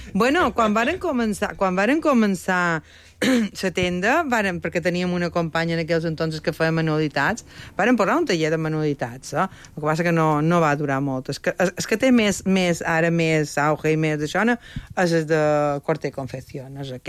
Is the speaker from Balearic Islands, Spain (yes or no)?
yes; Balearic Islands, Spain; En sóc un mallorquí, la veritat que de cada pin menys.